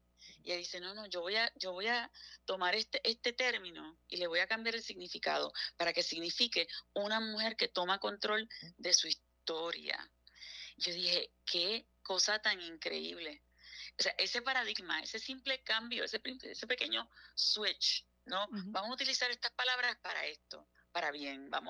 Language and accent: Spanish; Puerto Rico; moved away; yo me fui de Puerto Rico